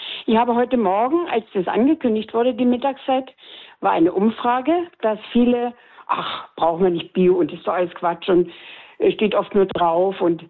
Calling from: Germany; Aber ich selbst bin aus der DDR

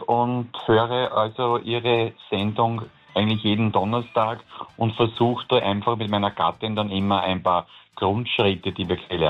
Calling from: Vienna, Austria; Schönen guten Abend aus dem 21. Bezirk.

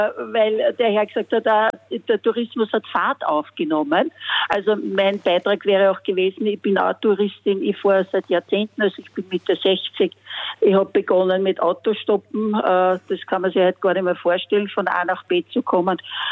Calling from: Vienna, Austria; Also ich bin eine Wienerin.

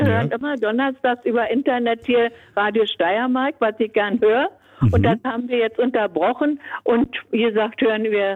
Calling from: Berlin, Germany; Ich rufe aus Berlin

